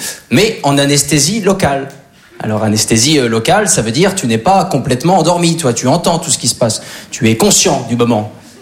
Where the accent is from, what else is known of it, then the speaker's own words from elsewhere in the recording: Normandy, France; Alors moi, je suis originaire de Basse-Normandie.